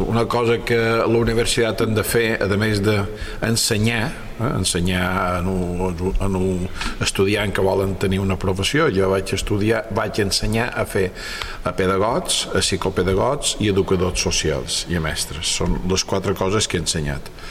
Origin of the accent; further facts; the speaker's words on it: Pollença, Balearic Islands, Spain; born there; also born or lived in Barcelona; quan era jove, jovenet, a Pollença se van fer les colònies d'estiu a Cala Murta.